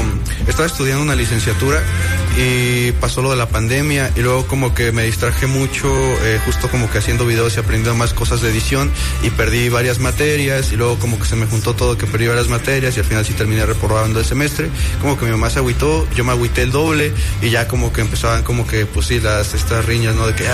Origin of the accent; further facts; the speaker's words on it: Tenancingo, State of Mexico, Mexico; es que soy de Estado de México, no tan cercano a Ciudad de México, sino como ya Estado de México. El lugar se llama Tenancingo de Degollado.